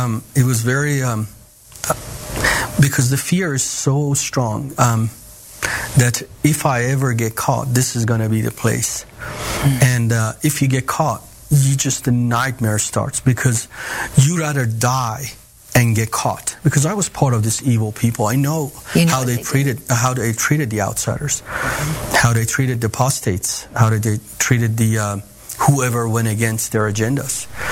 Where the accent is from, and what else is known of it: Iran